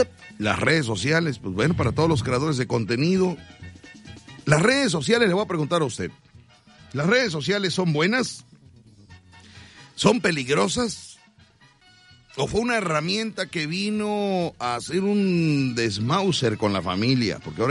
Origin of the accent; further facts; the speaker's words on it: Mexico; also born or lived in Ecuador; Va contra los ecuatorianos, contra mi alma máster. Yo nací en Ecuador y de muy pequeño me vine a vivir a México.